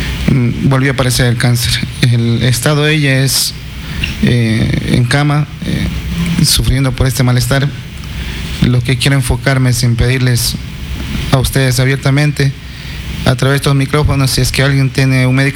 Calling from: Ambato, Tungurahua, Ecuador; Yo vivo en Huachichico

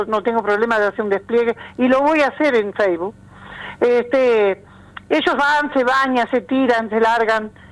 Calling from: Melo, Cerro Largo, Uruguay; no vivo allá, vivo en Melo

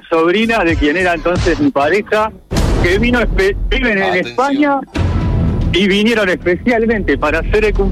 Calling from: Montevideo, Uruguay; de Cerrito.

